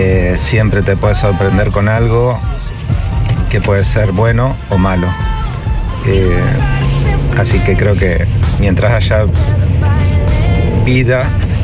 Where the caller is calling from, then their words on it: Santa Fe, Argentina; de Luis Agote.